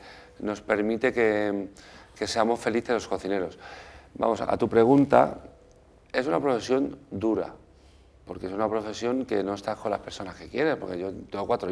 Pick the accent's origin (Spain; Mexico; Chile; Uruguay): Spain; nosotros somos una familia española normal.